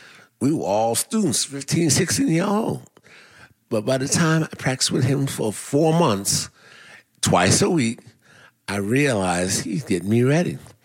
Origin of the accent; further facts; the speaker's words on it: New York City, New York, United States; Look, I grew up in Brooklyn.